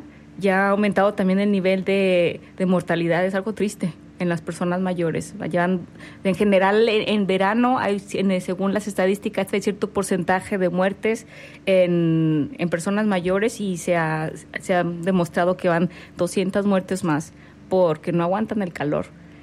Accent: San Luis Potosí, Mexico; Sí, yo me siento como si estuviera en mi tierra natal, San Luis.

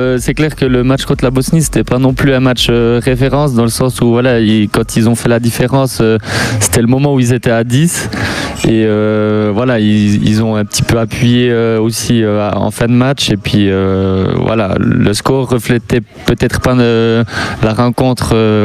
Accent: Switzerland; je suis suisse

